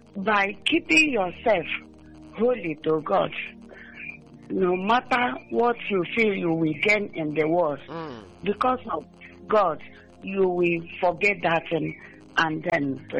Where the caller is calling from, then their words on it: Umuafo, Nigeria; From Umuafo, about here.